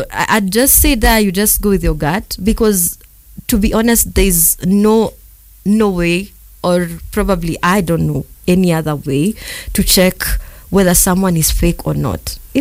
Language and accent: English; Kenya; as a Kenyan and as a black person traveling.